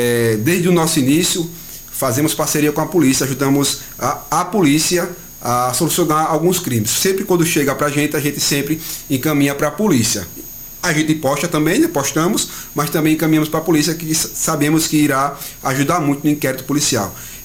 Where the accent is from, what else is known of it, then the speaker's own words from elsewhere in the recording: Penedo, Alagoas, Brazil; ali na Vila Matias, que é um bairro onde eu nasci e me criei